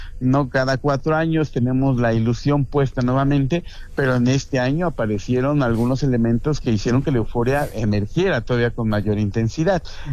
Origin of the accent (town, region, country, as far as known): Mexico